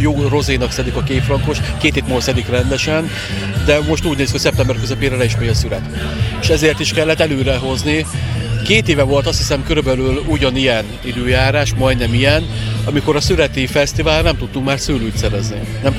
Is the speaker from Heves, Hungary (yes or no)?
yes; Eger, Heves, Hungary; én egri származású vagyok, felnémeti.